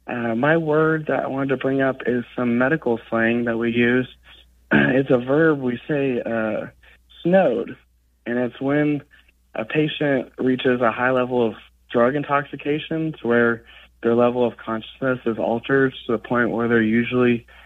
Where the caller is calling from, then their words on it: Dallas, Texas, United States; I work on an ambulance. I'm from Dallas, Texas.